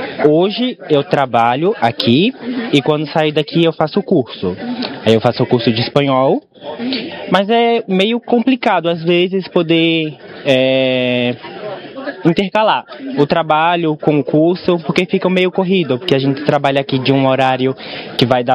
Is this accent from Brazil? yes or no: yes; Northeast Region, Brazil; moved away as an adult; Eu sou do Nordeste, então eu vim para cá quando eu completei 18 anos.